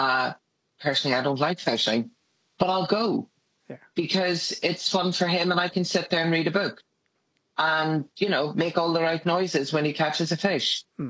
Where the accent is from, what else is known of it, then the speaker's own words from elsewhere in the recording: Northern Ireland, United Kingdom; We tend to not want to work at them the same way that maybe I grew up in Northern Ireland.